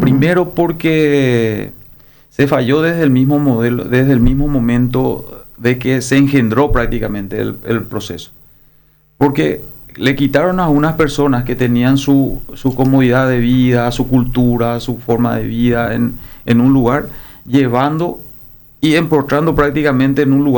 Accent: Asunción, Paraguay; Porque somos de la zona de Ceballoscue, donde la gente ceballense tiene una identidad diferente. Le llaman República de Ceballos muchas veces

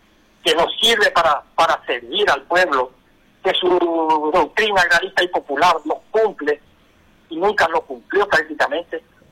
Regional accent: Paraguay; O sea, soy paraguayo y quiero lo mejor para mi país.

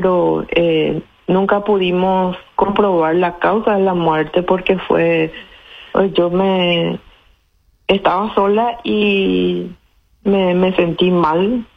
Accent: Carapeguá, Paraguarí, Paraguay; yo soy de Carapeguá en una de las compañías, 21 kilómetros que daba mi casa en aquel entonces de la ciudad.

